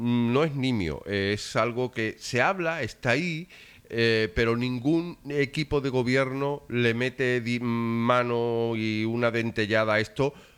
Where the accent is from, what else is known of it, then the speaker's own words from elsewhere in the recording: San Fernando, Andalusia, Spain; a nosotros se nos conocen como isleños.